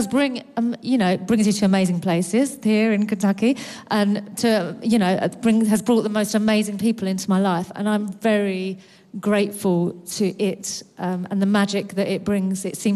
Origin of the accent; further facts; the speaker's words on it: London, United Kingdom; I'm from London, which is why I speak like this.